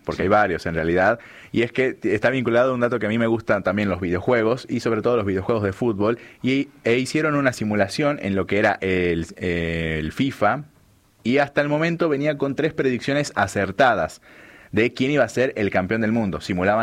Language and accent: Spanish; Argentina